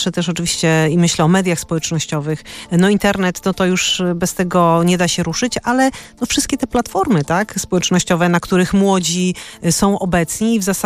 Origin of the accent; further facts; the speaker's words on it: Częstochowa, Silesian Voivodeship, Poland; sama jestem częstochowianką